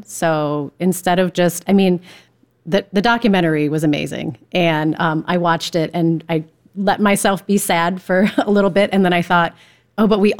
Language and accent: English; Ohio, United States; born or raised there